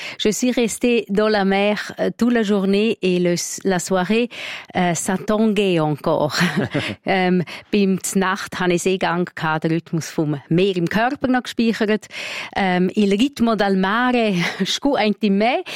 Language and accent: German; Graubünden, Switzerland; ich bin in Engadin aufgewachsen, als Bergmeidli.